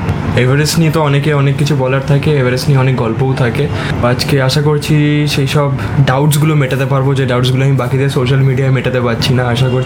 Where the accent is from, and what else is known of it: India